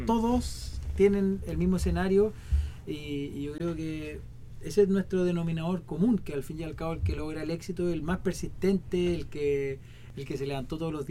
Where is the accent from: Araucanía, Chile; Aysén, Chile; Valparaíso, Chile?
Aysén, Chile; Coyhaique; moved away; desde el primer momento que salí desde Coyhaique